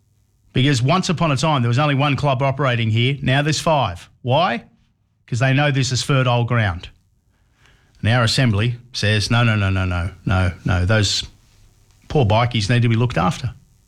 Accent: Sydney, New South Wales, Australia; now in Canberra, Australia; I grew up in Western Sydney.

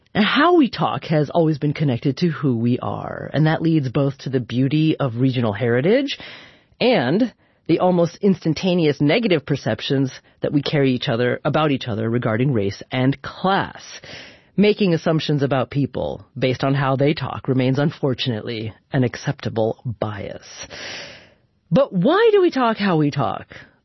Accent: Oregon, United States; Yeah, I grew up in Oregon.

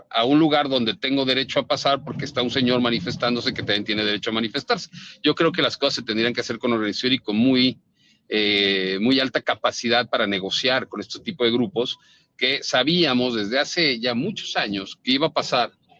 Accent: Mexico; yo soy un ciudadano mexicano

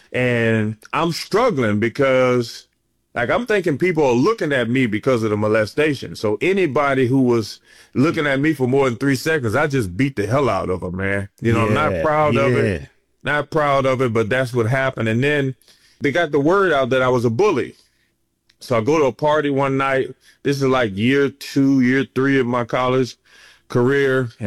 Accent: Alexandria, Louisiana, United States; also born or lived in Maine; So I end up growing up in Alexandria, but I'm actually from Maine, but I don't want to lose my street credibility.

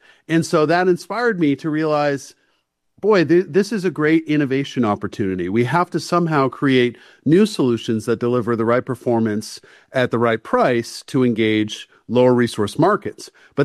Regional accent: New England, United States; accent: New England; So, you know, wicked, I like the word wicked because I'm from New England.

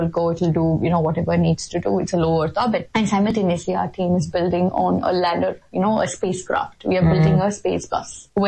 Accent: India; born there; I'm an Australian ambassador and head of global partnerships and being in India, you know, where I've born, my motherland.

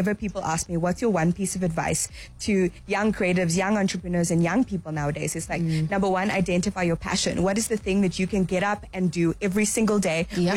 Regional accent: Zimbabwe; And I think especially as a woman of color growing up in Zimbabwe, you're taught this is the box and this is the space that you can occupy.

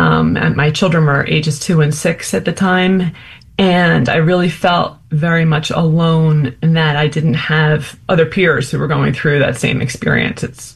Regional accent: New Jersey, United States; I'm from New Jersey, so Memorial Day used to be going down the shore.

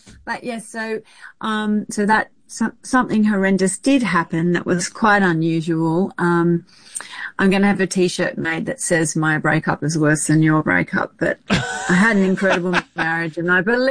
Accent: Australia; now in New York, United States; then I moved to New York, which was crazy because I'm an Aussie.

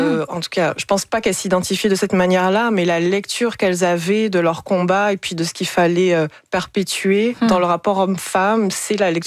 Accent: Gabon; Moi, j'ai grandi au Gabon.

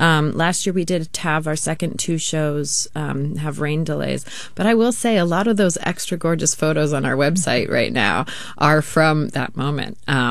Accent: Lake Tahoe, United States; I mean, Lake Tahoe, I'm not complaining. Growing up in Lake Tahoe is a really fabulous thing. Don't get me wrong. But, you know, and yes, I was put on skis and all

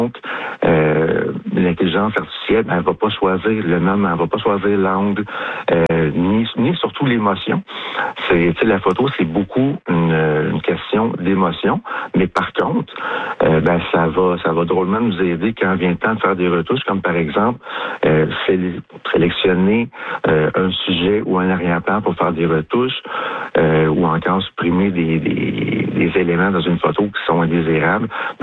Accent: Nicolet, Quebec, Canada; Moi, je suis originaire de Nicolette.

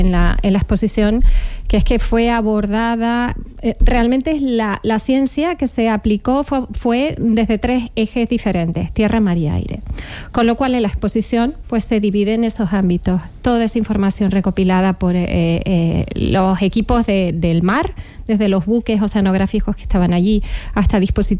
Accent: Tenerife, Canary Islands, Spain; Bueno, yo que soy de Tenerife, tenemos temblores con cierta frecuencia.

